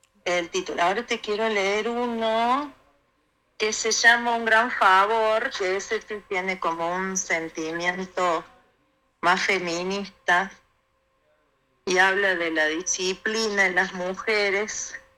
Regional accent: Villa San Nicolás, Córdoba, Argentina; Yo soy de Villa San Nicolás, pegadito a Carlos Paz.

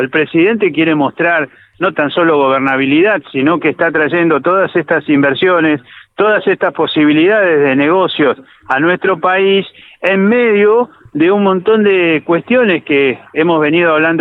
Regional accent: San Francisco, Argentina; born there; moved away

